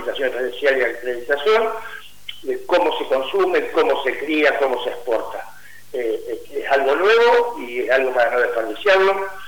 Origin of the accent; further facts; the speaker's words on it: Buenos Aires, Argentina; yo soy de la Pichela, ¿no? Venir hace 50 años a Bolívar de la Rural, veníamos a tomar helado, porque en la Pichela no había, en septiembre, y a comer tortas fritas.